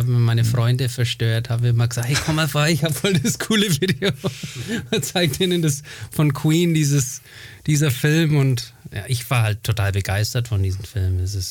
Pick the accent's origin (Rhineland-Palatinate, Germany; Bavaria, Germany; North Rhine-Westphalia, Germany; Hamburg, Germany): Bavaria, Germany; Nuremberg; born there; also born or lived in United States; Ich bin in Nürnberg geboren.